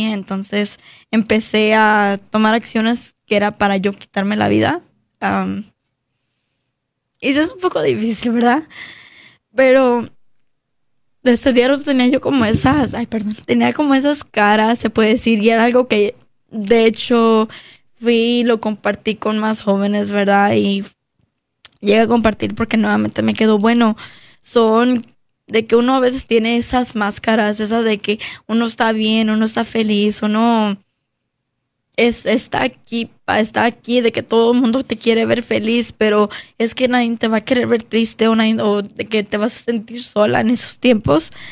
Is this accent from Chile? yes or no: no; United States; de una presencia con personas que yo crecí aquí en Estados Unidos, en la iglesia, porque ella y yo crecimos como en la escuela